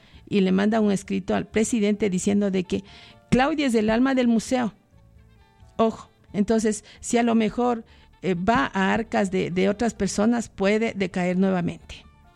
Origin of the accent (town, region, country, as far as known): Calacalí, Pichincha, Ecuador